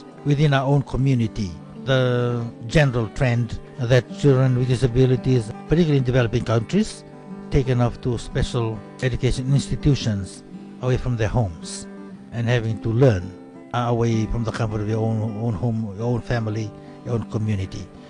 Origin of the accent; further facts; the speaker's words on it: Fiji; I am from Fiji, so I'm an indigenous Fijian.